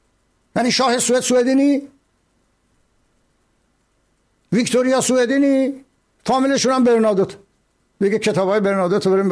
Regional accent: Iran; now in Sweden; منی که از ایران اومدم،

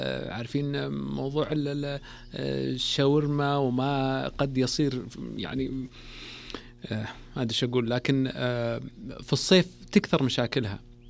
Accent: Saudi Arabia; مو مثل والله مستوى مثلا دول الخليج او عندنا في السعوديه الحمد لله

